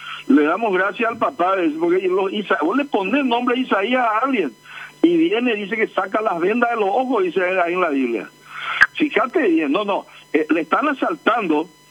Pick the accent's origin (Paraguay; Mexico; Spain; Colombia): Paraguay; Me indigna como ciudadano paraguayo.